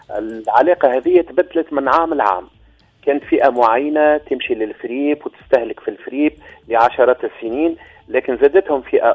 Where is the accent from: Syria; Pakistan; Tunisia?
Tunisia; نحن في تونس ولا حتى شتاء ما يجيناش شتاء متاع قبلك،